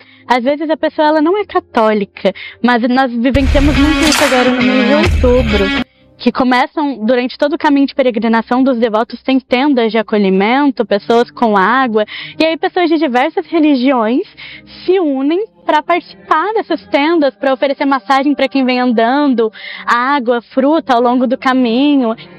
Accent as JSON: {"language": "Portuguese", "town": "Aparecida", "region": "São Paulo", "country": "Brazil", "tie": "born or raised there", "said": "Eu passei minha vida toda em Aparecida, então eu sempre estive envolvida nessa questão da fé"}